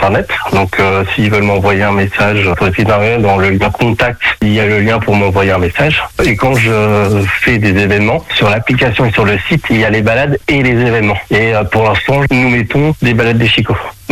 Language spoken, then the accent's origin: French; France; moi je suis de Conly.